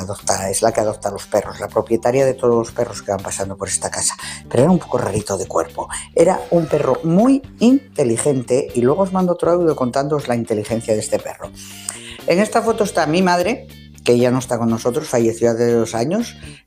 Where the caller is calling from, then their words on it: Asturias, Spain; de Asturias.